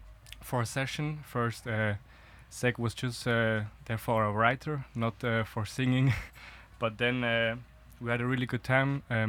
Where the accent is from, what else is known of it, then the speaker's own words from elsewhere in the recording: Basel, Basel-Stadt, Switzerland; We're from Basel